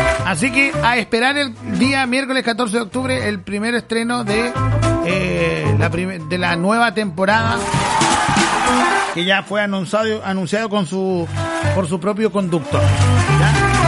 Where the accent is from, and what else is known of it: Chile